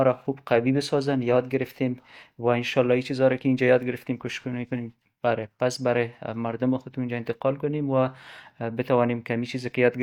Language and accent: Persian; Afghanistan; و ما هم از افغانستان آمدیم